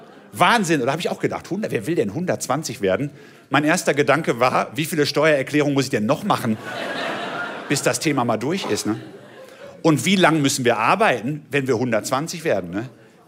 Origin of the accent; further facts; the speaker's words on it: Haltern am See, North Rhine-Westphalia, Germany; Ich komme selbst aus einer kleinen Stadt, deswegen gefällt es mir hier gut. Ich fühle mich zu Hause hier. Ich komme aus Haltern am See